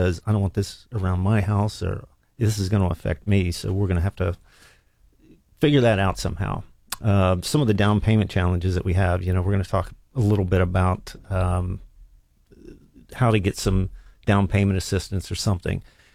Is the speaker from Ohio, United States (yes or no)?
yes; Dover, Ohio, United States; I'm originally from Dover, Ohio, and then I went to Wittenberg University in Springfield